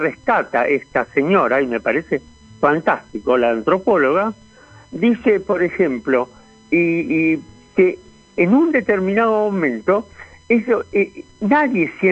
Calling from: Tigre, Buenos Aires Province, Argentina; soy de Tigre.

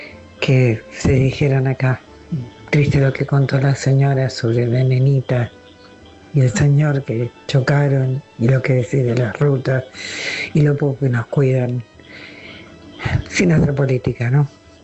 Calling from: Adrogué, Buenos Aires Province, Argentina; amigos queridos de la madrugada … de Adrogué

